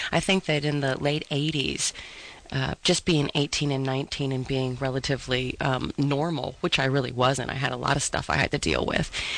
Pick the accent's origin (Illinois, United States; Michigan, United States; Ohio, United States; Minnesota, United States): Ohio, United States; Steubenville; it deals with, just a lot of the issues and growing up in Steubenville and sort of a small-town girl and what happened and what drove me to the streets and why did I run away.